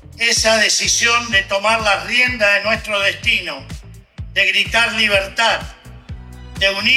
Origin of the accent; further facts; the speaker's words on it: Santa Fe, Argentina; Somos argentinos, somos santafesinos